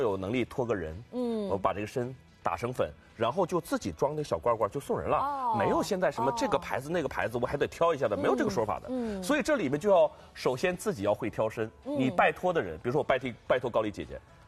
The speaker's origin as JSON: {"language": "Chinese", "region": "northern China", "country": "China", "tie": "born or raised there", "said": "即便我是北方的孩子长大的"}